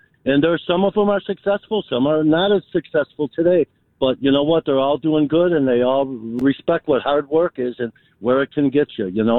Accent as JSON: {"language": "English", "town": "Chicago", "region": "Illinois", "country": "United States", "tie": "born or raised there", "said": "We have a work ethic here growing up in Chicago. I lived on the northwest side in Portage Park"}